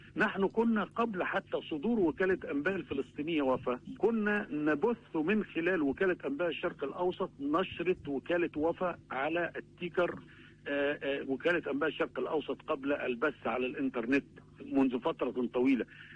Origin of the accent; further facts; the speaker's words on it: Egypt; also born or lived in Gaza; أنا يعني كمصري في فلسطين الهوى وعشت وابني الأول ولد في غزة